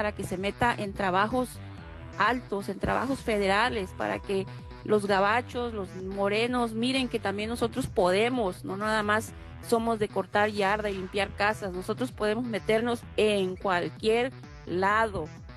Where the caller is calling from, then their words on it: United States; Te hablo desde Las Carolinas.